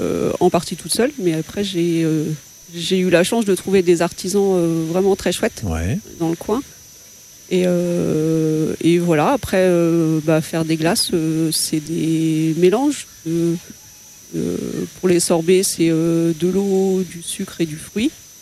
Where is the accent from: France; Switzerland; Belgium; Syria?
France; Normandy; moved away; moi je suis normande en plus d'origine.